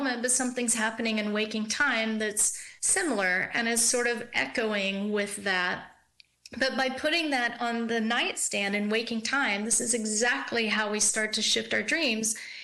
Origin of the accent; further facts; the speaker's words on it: Texas, United States; I grew up in Texas and he found it.